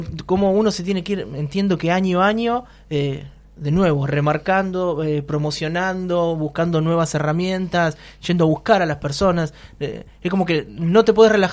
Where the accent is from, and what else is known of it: Argentina; born there